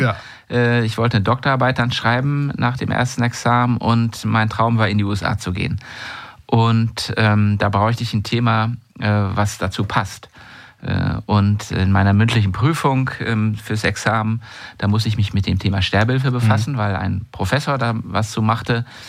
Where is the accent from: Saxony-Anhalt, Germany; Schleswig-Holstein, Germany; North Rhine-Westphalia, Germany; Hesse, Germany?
Schleswig-Holstein, Germany; also born or lived in Eutin; es ist aber nur meine Geburtsstadt, weil das Krankenhaus war. Aber aufgewachsen bin ich zwischen Plön und Malente. Das sagt wahrscheinlich vielen was. Auf einem ganz kleinen Dorf, Niederklewitz. Das waren 300 Seelen, also ein echtes Dorf, wo kein Bus fährt, außer dem Schulbus